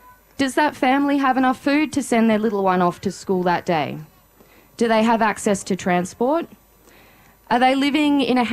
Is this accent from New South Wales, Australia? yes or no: no; Alice Springs, Northern Territory, Australia; I was born and raised in Mbantwa Alice Springs.